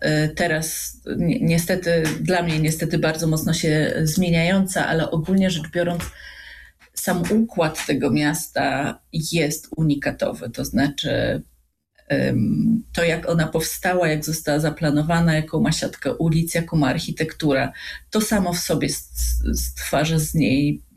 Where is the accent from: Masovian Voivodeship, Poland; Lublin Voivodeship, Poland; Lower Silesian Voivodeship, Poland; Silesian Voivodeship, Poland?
Masovian Voivodeship, Poland; Warsaw; moved away as an adult; now in Łódź, Poland; Ja jestem z urodzenia warszawianką.